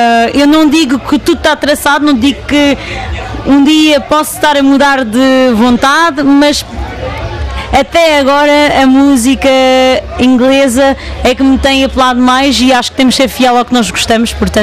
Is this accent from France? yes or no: yes; France; moved away as an adult; now in Aldeia do Telhado, Fundão, Portugal; Sim, exatamente, sou de França. Eu nasci, cresci em França, estudei em França, apesar de ter uns pais e toda uma família lusitana, mudei-me para Portugal.